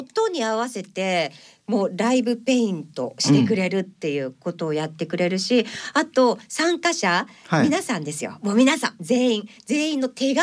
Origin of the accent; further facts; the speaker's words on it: Ishikawa, Japan; 実はですね、地元の石川県のユニットなんですけれども